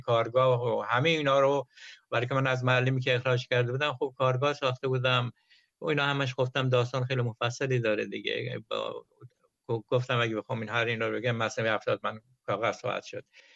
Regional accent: Iran; born there; moved away as an adult; also born or lived in Tehran, Iran / Ankara, Turkey; مهاجرت اول از ده بود به تهران که من تو سن 13 حدودا نزدیک 14 سال بود که از ده به شهر اومدم، به تهران اومدم.

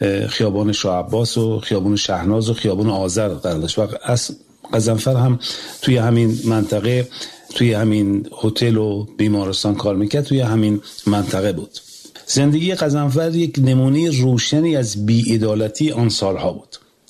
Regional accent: Semirom, Isfahan, Iran; زادگاه من شهر سمیرومه، شهری که در آن نابرابری و بی‌عدالتی نه مفهومی انتزاعی بلکه بخشی عریان و روزمره از زندگی مردم بوده

